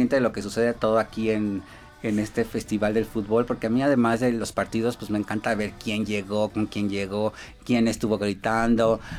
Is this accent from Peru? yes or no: no; Mexico; a lo mejor es porque soy mexicano